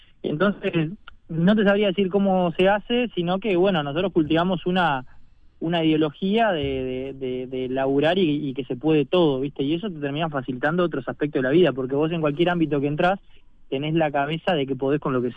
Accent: Uruguay

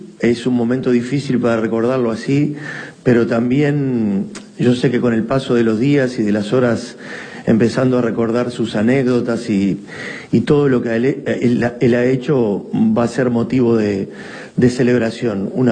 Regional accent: Uruguay

